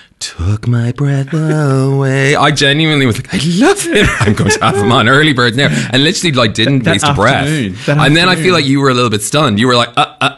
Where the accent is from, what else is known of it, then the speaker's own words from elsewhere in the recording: Ireland; moved away; Because I'm Irish, we kind of like have a very open relationship